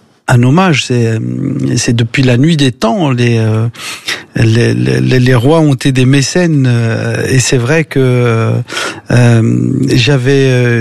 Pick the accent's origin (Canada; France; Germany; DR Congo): France; moved away as an adult; now in Marrakech, Morocco; je suis un Français, j'adore la France, j'adore Paris. Et d'ailleurs, en habitant, c'est-à-dire au Maroc, à Marrakech, je me suis rendu compte vraiment l'importance et l'amour que j'ai pour la France.